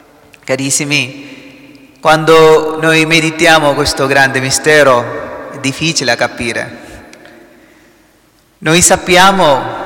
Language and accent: Italian; Kerala, India; Italian is a second language; now in Italy; Io sono indiano, vengo da sud di India, Kerala.